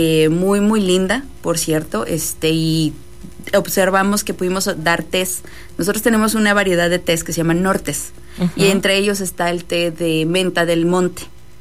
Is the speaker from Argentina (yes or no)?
no; San Juan de la Vaquería, Coahuila, Mexico; yo vengo de San Juan de la Vaquería